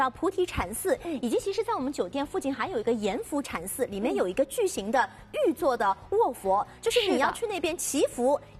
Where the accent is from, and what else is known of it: Shanghai, China